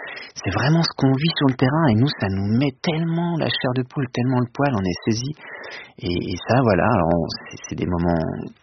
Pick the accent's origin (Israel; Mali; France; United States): France; Chamagne, Grand Est; moi j'ai grandi à Chamagne, là où il est né, Claude Gelée